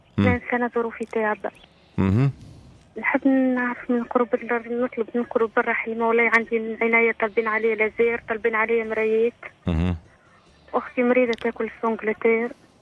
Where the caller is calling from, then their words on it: Sidi Bouzid, Tunisia; من سيدي بوزيد